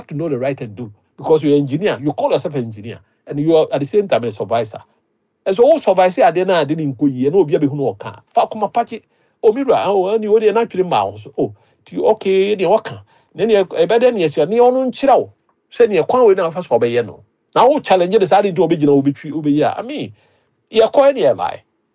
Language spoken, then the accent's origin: English; Ghana; I'm a Ghanaian, I'm Ghanaian.